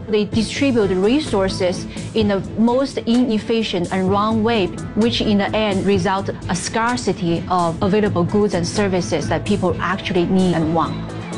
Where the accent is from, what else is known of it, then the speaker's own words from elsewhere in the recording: China; now in United States; When I was growing up in China, under socialism, I was always hungry. Everything was on ration.